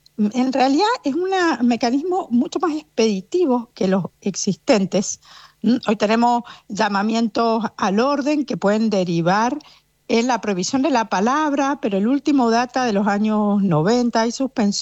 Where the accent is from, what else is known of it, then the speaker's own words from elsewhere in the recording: Mendoza, Argentina; Yo soy oriunda de Mendoza, he sido legisladora